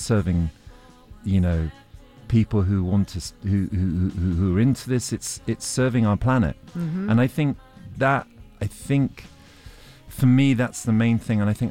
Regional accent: South East England, United Kingdom; I'm a British man from Oxfordshire.

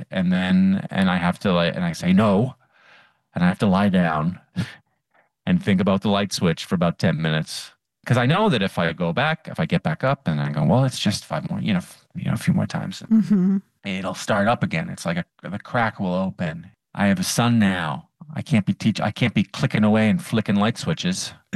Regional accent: Ottawa, Ontario, Canada; born or raised there

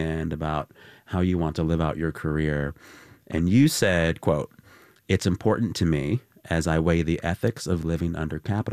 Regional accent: San Antonio, Texas, United States; now in Los Angeles, United States; So I'm from San Antonio.

